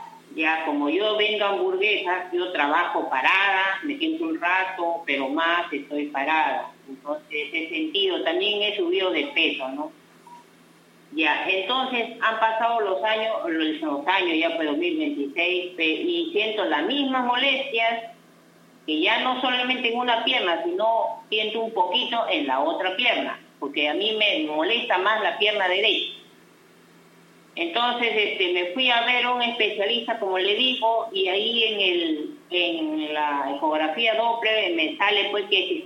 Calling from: Barranca, Lima, Peru; yo soy de Barranca.

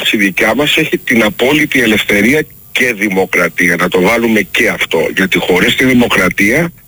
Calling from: Greece

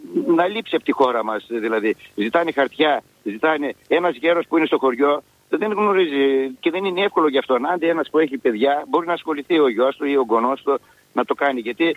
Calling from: Thessaly, Greece

